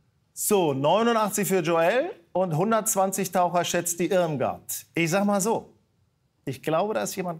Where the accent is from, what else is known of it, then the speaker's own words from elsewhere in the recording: Hanover, Lower Saxony, Germany; born there; now in Hamburg, Germany; Ich bin gebürtiger Hannoveraner und jetzt Hamburger.